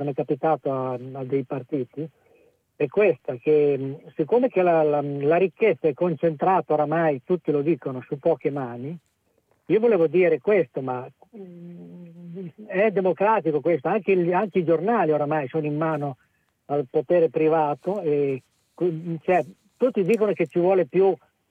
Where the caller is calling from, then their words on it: Bologna province, Emilia-Romagna, Italy; io sono da Bologna, in provincia.